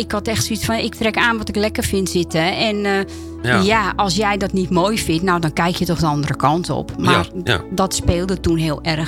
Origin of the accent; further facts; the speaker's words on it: Amsterdam, North Holland, Netherlands; accent: Amsterdam; je hoort het nog wel een beetje dat ik uit Amsterdam